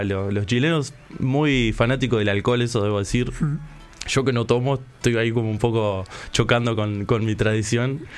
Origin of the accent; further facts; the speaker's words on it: Uruguay; para nosotros acá en Uruguay es novedad